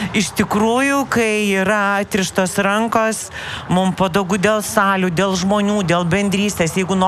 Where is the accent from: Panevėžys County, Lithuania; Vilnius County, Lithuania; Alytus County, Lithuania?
Panevėžys County, Lithuania; Pasvalys district; Ir esu gimiau Pasvalio rajone, gyvenau kaime, mokiausi Joniškėlį, o dabar jau nežinau, kiek metų daug, gyvenu Pasvaly.